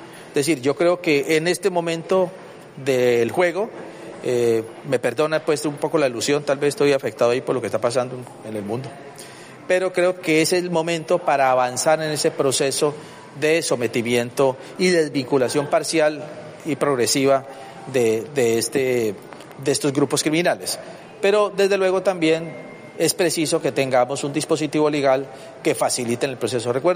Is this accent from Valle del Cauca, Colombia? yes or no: yes; Buenaventura, Valle del Cauca, Colombia; que somos vallecaucanos, que somos de Buenaventura, que tenemos aquí nosotros también nuestro corazón